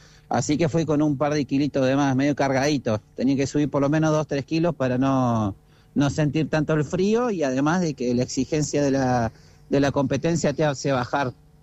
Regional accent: Puerto Madryn, Chubut, Argentina; now in Córdoba, Argentina; siempre mi corazón está con el sur, obviamente, porque fue el lugar donde nací, donde me crié. Bueno, me crié en realidad en Puerto Madryn, y siempre tengo muchos recuerdos y mucho cariño hacia la zona.

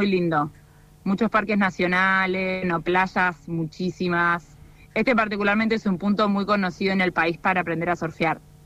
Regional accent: Argentina; moved away as an adult; now in Australia; Como decir que sos argentino, es como, qué bueno, les gusta.

